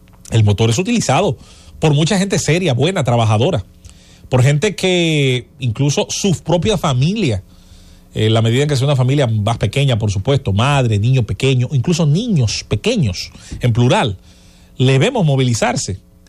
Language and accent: Spanish; Azua de Compostela, Azua, Dominican Republic; Yo recuerdo en el caso de mi pueblo, en Azua de Compostela, no hubo rutas de transporte, por así decirlo, hasta hace poco.